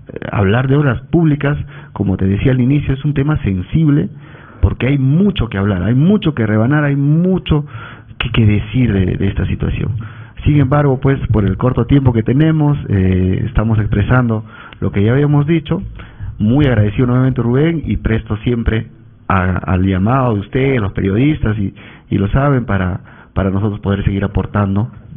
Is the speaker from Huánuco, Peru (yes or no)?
yes; Huánuco, Peru; soy huanuqueño de nacimiento, de corazón, y de verdad adoro mi tierra